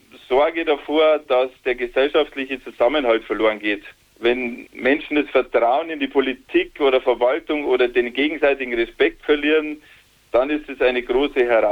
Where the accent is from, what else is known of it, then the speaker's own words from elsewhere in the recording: Nabburg, Bavaria, Germany; now in Rottal-Inn district, Germany; Geografisch bin ich ja ein Oberpfälzer, Niederbayer, fühle mich in Rott und Kolbach aber zu Hause und pflege aber auch weiterhin meine Wurzeln in die Nappburger Heimat, wo meine Eltern und mein Bruder wohnt.